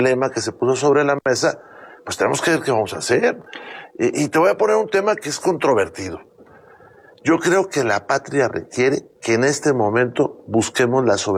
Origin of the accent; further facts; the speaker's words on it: Saltillo, Coahuila, Mexico; No, fíjate que Saltillo tiene muy buen clima, pero yo vivía en la calle de Abasolo, que en aquel entonces era, digamos, la última calle de la ciudad con pavimento, cuando yo era niño